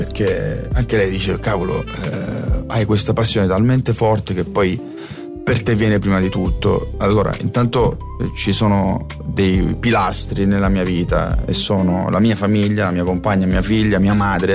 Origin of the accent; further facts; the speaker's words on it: Carovigno, Apulia, Italy; born there; Carovigno. Mi piace nominare il mio paese